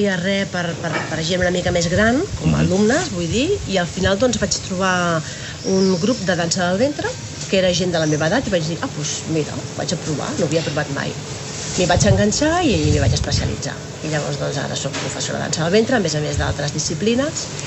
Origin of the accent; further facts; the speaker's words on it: Barcelona, Catalonia, Spain; moved away; Jo sóc de Barcelona, llavors vaig formar allà.